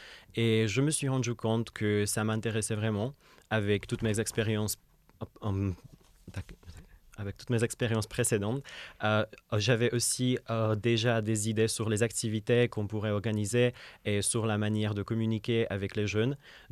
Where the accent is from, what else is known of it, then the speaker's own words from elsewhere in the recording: Czechia; French is a second language; moved away as an adult; also born or lived in Lyon, France; now in France; j'ai 21 ans, je viens de la République tchèque et je suis volontaire à la Maison de l'Europe et des Européens de l'Inde.